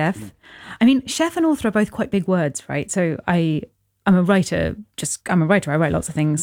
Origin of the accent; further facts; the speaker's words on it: London, United Kingdom; born there; So when I came back to London, I was born in London and came back here by myself when I was 18.